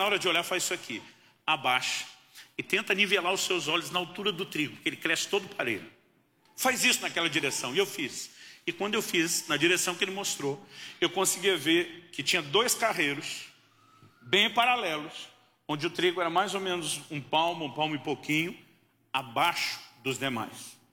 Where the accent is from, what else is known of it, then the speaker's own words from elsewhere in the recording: Campinas, São Paulo, Brazil; moved away as an adult; also born or lived in Santo André / São Bernardo do Campo / Paraná; completei 20 anos de idade, eu me mudei do estado de São Paulo, né, onde eu cresci, nasci na cidade de Santo André, morei em São Bernardo, ali no grande ABC, mas me criei em Campinas, já um pouco para o interior, mas é a segunda cidade do estado. E eu saí da selva de pedra onde me criei, para ir para o interior do Paraná.